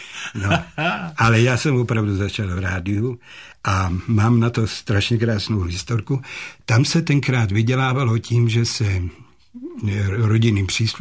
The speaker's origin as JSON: {"language": "Czech", "town": "Hradec Králové", "region": "Hradec Králové Region", "country": "Czechia", "tie": "born or raised there", "also_born_or_lived": "Jablonec nad Nisou", "said": "my jsme se stěhovali a dokonce v 38. roce jsme utíkali z Jablonce nad Nisou, Gáblonc an der Neisse, do Hradce Králové, tehdy Königgrätz taky, jo. A tam jsem začal, ještě dodělával tu mateřskou, teda obecní školu a státní klasické gymnasium."}